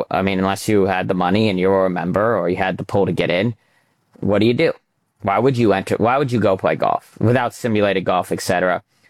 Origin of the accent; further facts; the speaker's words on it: New York, United States; I grew up in the Hamptons, and I caddied at every golf course just to have access to a golf course.